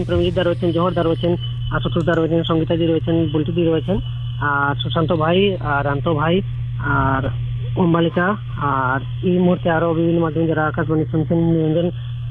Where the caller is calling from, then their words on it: Tripura, India; আমরা ত্রিপুরার মানুষ